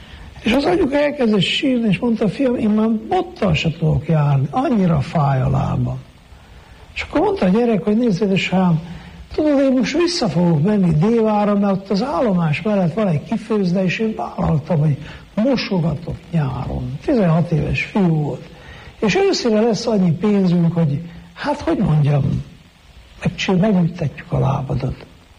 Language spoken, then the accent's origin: Hungarian; Miercurea Ciuc, Harghita, Romania; nekem mondjuk Csíkszeredában, mert itt nőttem fel